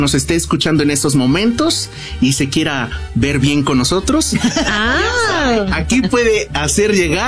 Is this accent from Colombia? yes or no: no; Puebla, Mexico; visiten Puebla, porque estas fechas aquí las celebramos muy como nosotros, como poblanos.